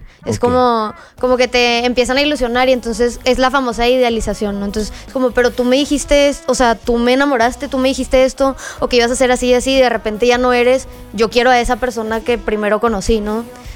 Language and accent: Spanish; Monterrey, Nuevo León, Mexico; Soy de Monterrey